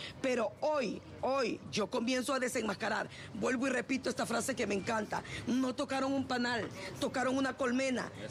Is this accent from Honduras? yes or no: yes; Honduras; no solo vengo como política, como profesional, como hondureña, vengo también como madre